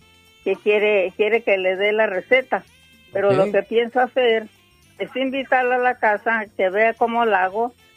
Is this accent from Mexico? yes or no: yes; Mexico; born there; moved away; also born or lived in Los Angeles, United States; yo soy de allá de México, también como la hermana Moreno, de algo de rancho, cuando está chiquilla.